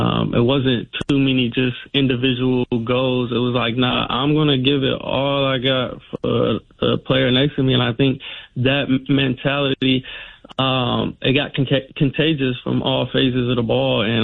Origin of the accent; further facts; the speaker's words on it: San Francisco, California, United States; I grew up in Hunters Point, which was right across the street from the old Candlestick Park Stadium.